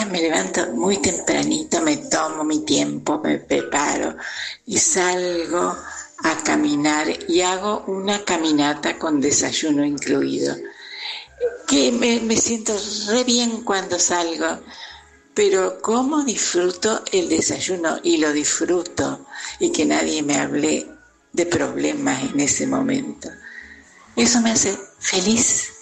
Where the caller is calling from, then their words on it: Paraná, Entre Ríos, Argentina; de Paraná, Entre Ríos, a punto de cumplir mis 79 años.